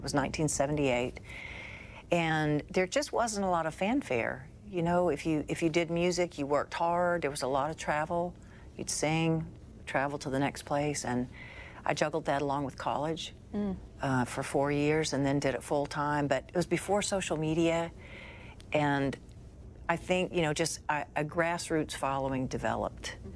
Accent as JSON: {"language": "English", "town": "Nashville", "region": "Tennessee", "country": "United States", "tie": "born or raised there", "said": "I grew up in Nashville, which is such a great, amazing music community."}